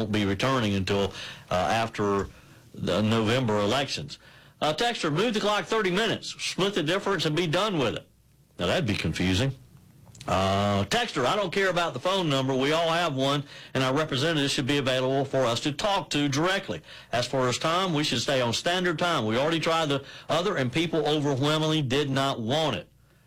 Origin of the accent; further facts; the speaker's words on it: South Carolina, United States; Jeff, let's start with Joan, who's in my home state of South Carolina.